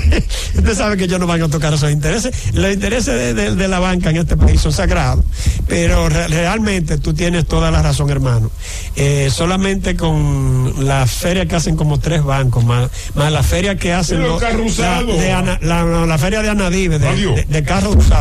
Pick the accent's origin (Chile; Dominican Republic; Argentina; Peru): Dominican Republic; Y entonces me siento mal como dominicano porque veo que el Estado dominicano en ese sentido no ha sido fuerte para imponer las reglas.